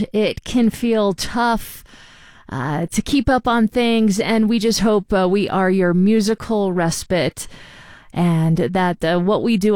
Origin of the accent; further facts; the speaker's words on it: Fort Collins, Colorado, United States; out of Fort Collins, which is my hometown. Shout out if you're listening in Fort Collins right now, especially if you went to Rocky Mountain High School. That's where I went.